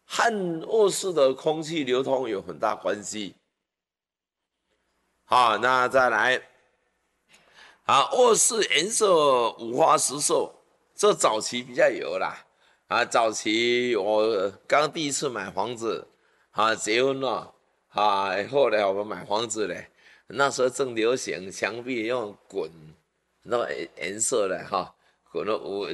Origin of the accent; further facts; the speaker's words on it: Taiwan; 虐待我们台湾人，